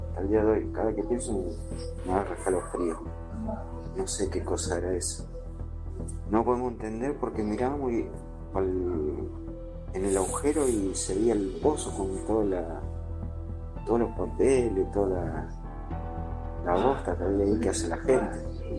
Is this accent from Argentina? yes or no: yes; La Ferrere, Buenos Aires Province, Argentina; Hola Héctor … de Las Ferreras.